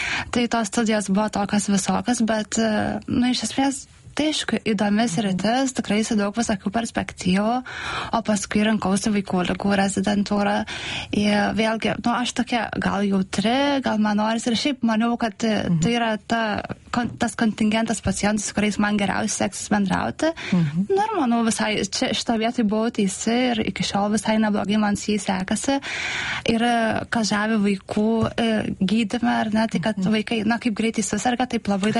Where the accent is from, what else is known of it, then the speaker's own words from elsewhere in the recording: Kaunas, Kaunas County, Lithuania; Ne, aš irgi augau Kaune, bet baigiau Saulės gimnaziją.